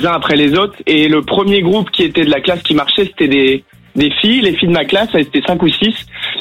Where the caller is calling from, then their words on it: Brest, Brittany, France; Moi, je viens de Brest, en Bretagne.